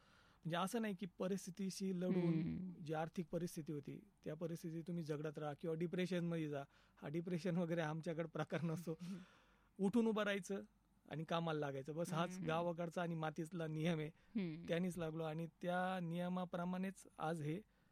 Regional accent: Gujarkhed, Maharashtra, India; also born or lived in Kopargaon; now in Shirdi, India; मी मूळचा येवला तालुक्यातील गुजरखेड या गावचा आहे, पण माझं सर्व शिक्षण वगैरे हे कोपरगाव या ठिकाणी झालं. आणि मी स्थायिक पण शिर्डीचा जाता सध्याला, कारण की काम वगैरे माझं त्या ठिकाणी असल्यामुळे.

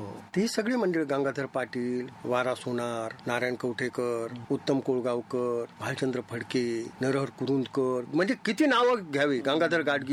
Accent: Maharashtra, India; also born or lived in Chalisgaon; कुठलं म्हणे तू, म्हणलं मी चाळीसगावला असतो. चाळीसगावच आहे का तू, म्हणलं नाही मी नगर जिल्ह्यातला आहे.

